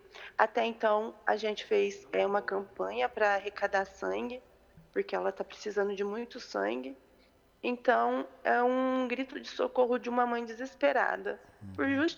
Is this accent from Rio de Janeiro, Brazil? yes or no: no; Barretos, São Paulo, Brazil; moved away; Minha filha está no hospital, eu estou em outro país, eu sou de Barretos.